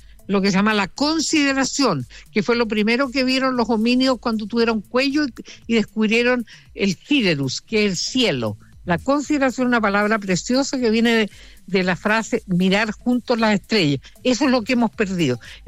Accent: Puerto Montt, Los Lagos, Chile; born there; yo nací en Portomón el año 43.

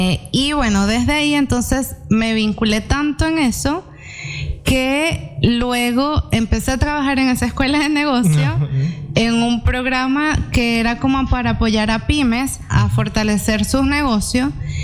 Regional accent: Venezuela; accent: Venezuelan; now in Chile; como notarán en mi acento, yo soy venezolana

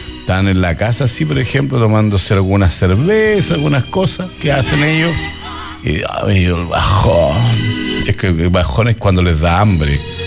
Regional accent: Chile

